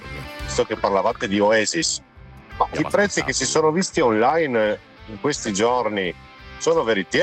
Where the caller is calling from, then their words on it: Gorizia, Friuli-Venezia Giulia, Italy; da Gorizia